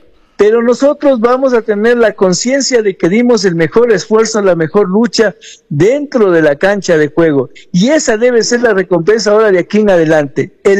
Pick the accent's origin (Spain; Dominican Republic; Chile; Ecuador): Ecuador; nosotros como ecuatorianos